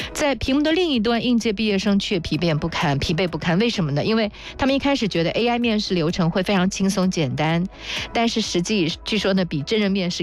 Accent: Shaoxing, Zhejiang, China; 因为我是来自于臭豆腐的故乡。我是来自绍兴，绍兴的油炸臭豆腐是非常的著名的

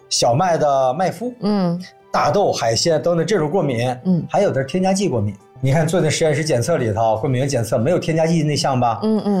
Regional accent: China; 我们中国人

